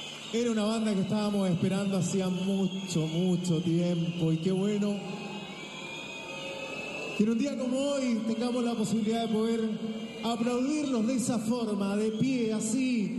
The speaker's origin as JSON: {"language": "Spanish", "region": "Magallanes and Chilean Antarctica", "country": "Chile"}